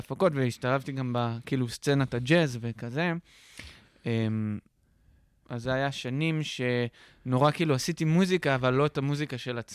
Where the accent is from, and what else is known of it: Holon, Tel Aviv District, Israel; born or raised there